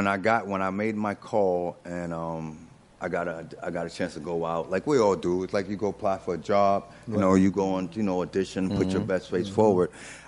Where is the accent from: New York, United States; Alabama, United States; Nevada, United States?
New York, United States; New York City; I grew up in Long Island City, Queensbridge.